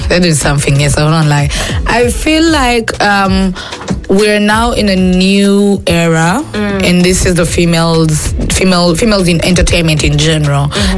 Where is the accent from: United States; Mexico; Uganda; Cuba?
Uganda; moved away as an adult; now in London, United Kingdom; I'm from Uganda. Shout out to the 256